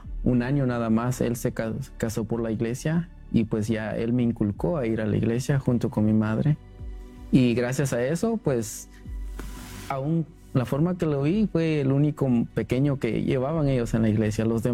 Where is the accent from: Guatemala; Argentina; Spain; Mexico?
Guatemala; soy de Guatemala